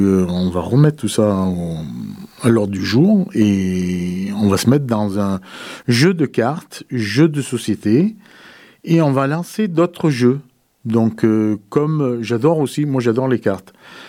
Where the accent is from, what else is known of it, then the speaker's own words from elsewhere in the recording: Die, Auvergne-Rhône-Alpes, France; Donc dans le DIWA, j'ai grandi dans le DIWA, donc j'ai fait les études à Die.